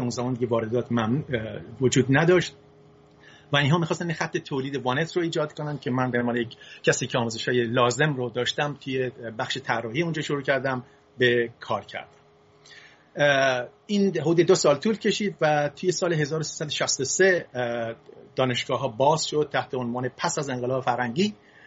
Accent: Isfahan, Iran; born or raised there; also born or lived in Fasa

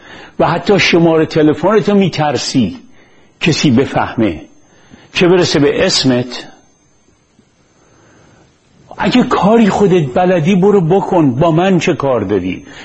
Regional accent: Iran; ما ایرونیا

